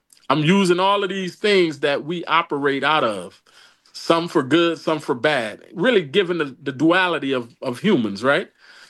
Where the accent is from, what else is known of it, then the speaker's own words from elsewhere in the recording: New Orleans, Louisiana, United States; growing up in New Orleans around the drug dealers, the this